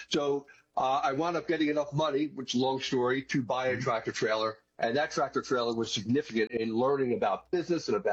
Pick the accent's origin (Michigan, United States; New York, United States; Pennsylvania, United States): Pennsylvania, United States; Philadelphia; Well, I'm from Philadelphia, outside of Philadelphia in the suburbs.